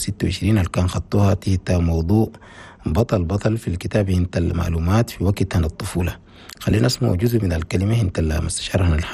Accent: Chad; بلدنا تشاد

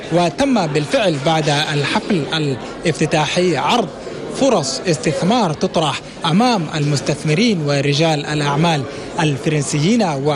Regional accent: Chad; لبلادنا تشاد

